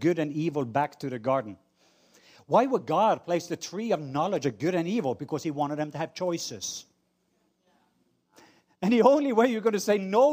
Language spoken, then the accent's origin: English; Norway; now in Atlanta, United States; I'm Norwegian, by the way. I know some of you thought I was from Atlanta. I just live in Atlanta. I'm a missionary to America.